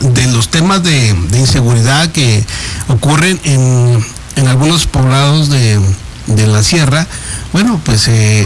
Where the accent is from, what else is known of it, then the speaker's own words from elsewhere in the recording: Mexico; somos mexicanos.